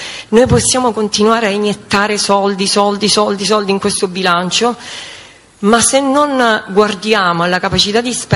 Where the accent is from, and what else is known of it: Sicily, Italy; accent: Sicilian